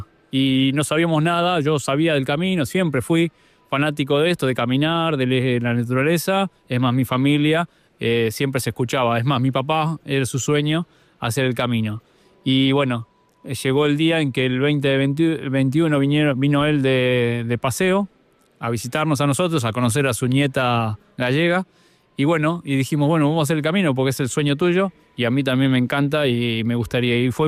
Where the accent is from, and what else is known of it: Mar del Plata, Buenos Aires Province, Argentina; born there